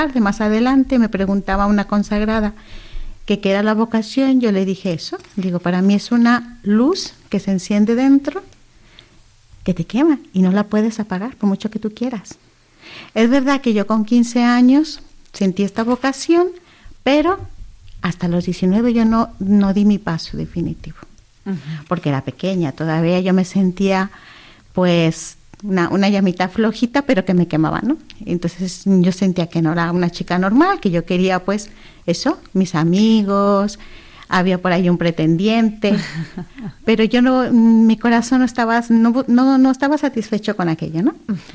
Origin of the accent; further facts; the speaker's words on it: Monterrey, Nuevo León, Mexico; Sí, yo soy mexicana de Monterrey, Nuevo León.